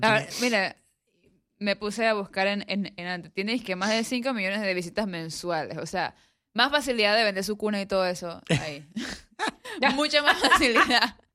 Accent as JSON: {"language": "Spanish", "region": "Colón", "country": "Panama", "moved": "yes", "lives_now": "Panama City, Panama", "said": "los que somos de Colón y migramos a Panamá"}